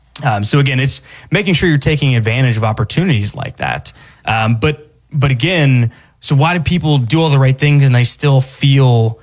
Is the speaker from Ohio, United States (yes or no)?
yes; Ohio, United States; So I'm from Ohio. I am a Bengals fan.